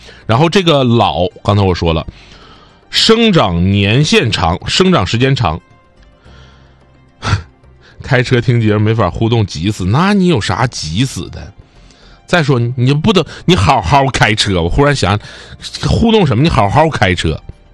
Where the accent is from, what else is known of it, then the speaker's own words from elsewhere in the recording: Northeast China, China; accent: Northeastern (Dongbei) dialect; 就我们东北话讲叫沤啊，我不知道南方朋友能不能听懂啊。